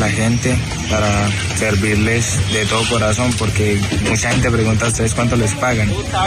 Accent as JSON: {"language": "Spanish", "region": "Norte de Santander", "country": "Colombia", "said": "Yo vengo del Catatumbo y por allá una tragedia cada día."}